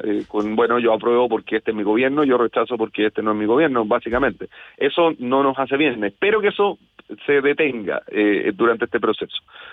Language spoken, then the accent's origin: Spanish; Chile; Yo tengo la impresión, creo que como cualquier chileno, que los procesos frente al Estado se demoran mucho